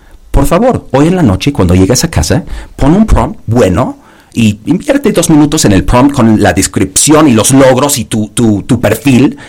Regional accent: London, United Kingdom; Spanish is a second language; moved away as an adult; now in Mexico City, Mexico; Yo soy de Londres, perdón este acento. Ya mexicano de corazón, más de mis hijos mexicanos, varios años aquí.

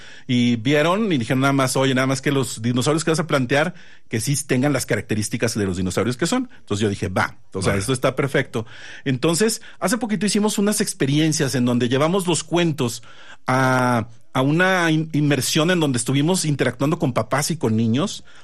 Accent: Saltillo, Coahuila, Mexico; nosotros venimos de Saltillo.

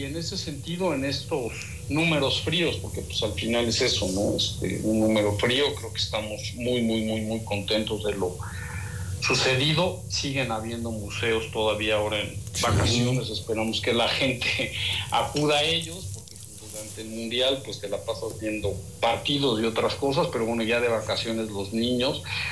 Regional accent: Mexico; es un muy buen ejemplo de lo que como país, como mexicanos, como iniciativa privada, junto con la mano del gobierno y las instancias, se puede hacer.

